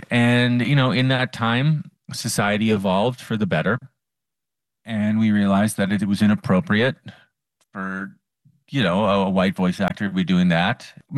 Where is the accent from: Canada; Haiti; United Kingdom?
Canada; Ottawa, Ontario; Ottawa, my hometown